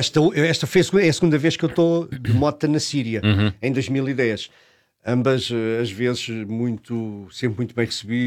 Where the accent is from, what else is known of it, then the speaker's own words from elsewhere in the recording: Alcobaça, Leiria, Portugal; also born or lived in Caldas da Rainha; Mas a minha terra é Alcobaça.